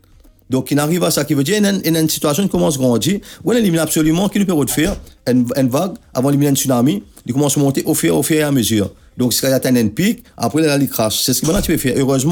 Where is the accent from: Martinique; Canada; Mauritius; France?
Mauritius; Mais en tant que Mauricien, en tant que citoyen, moi, je n'ai pas le droit de laisser mon pays brûler.